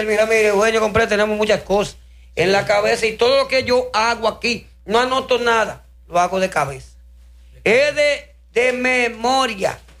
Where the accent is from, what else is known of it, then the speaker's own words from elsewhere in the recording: Puesto Grande, Espaillat, Dominican Republic; moved away; allá en mi tierra, señores, en Puesto Grande